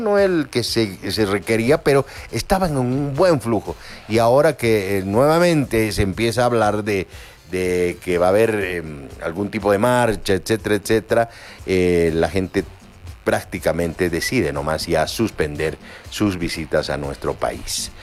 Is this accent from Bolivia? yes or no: yes; Bolivia